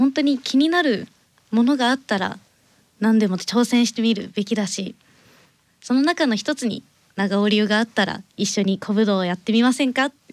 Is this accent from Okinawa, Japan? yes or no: no; Yamanashi, Japan; now in Nonoichi, Japan; 地元は山梨県です。